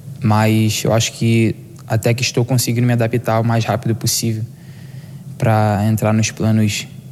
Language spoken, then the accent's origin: Portuguese; Brazil; moved away as an adult; now in Portugal; mas eu vim do Brasil pronto para ouvir e para aprender com os centrais mais experientes aqui dentro.